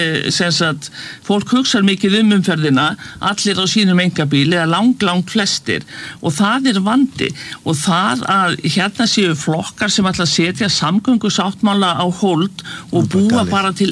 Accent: Reykjavík, Capital Region, Iceland; en ég hef aldrei skilið það sem Breiðhyltingur.

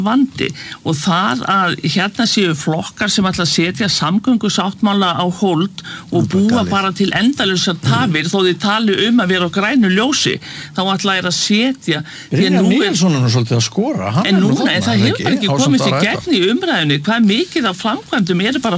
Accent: Reykjavík, Capital Region, Iceland; en ég hef aldrei skilið það sem Breiðhyltingur.

